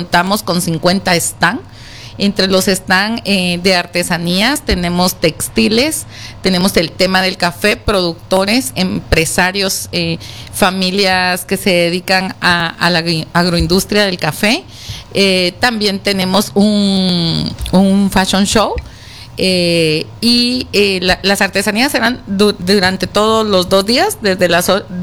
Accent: Huehuetenango, Guatemala; como somos guatemaltecos y los huehuetecos nos encanta la música

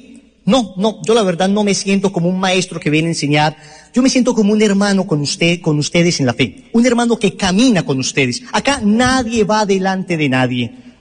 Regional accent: Colombia; Me parecía, decimos en Colombia, en mi tierra, la repetición de la repetidera.

